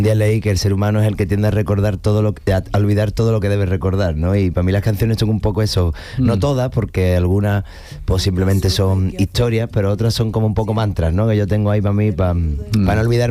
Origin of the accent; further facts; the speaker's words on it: Sanlúcar, Andalusia, Spain; el 6 de febrero en Sanlúcar, mi tierra, empezamos.